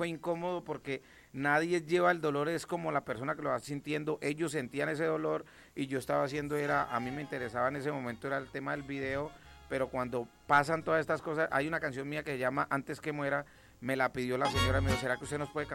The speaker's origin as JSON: {"language": "Spanish", "town": "Tello", "region": "Huila", "country": "Colombia", "tie": "born or raised there", "said": "soy del departamento del Huila, de San Andrés Tello Gigante."}